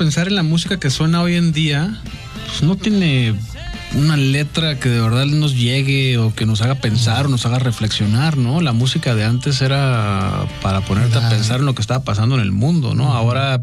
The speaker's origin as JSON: {"language": "Spanish", "town": "Tijuana", "region": "Baja California", "country": "Mexico", "said": "fue de donde yo soy, en Tijuana"}